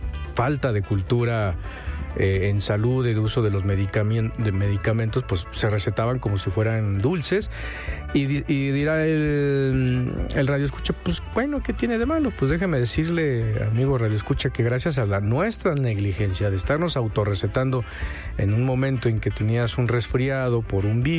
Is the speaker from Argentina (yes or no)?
no; Mexico; esa falta de cultura de salud que tenemos como mexicanos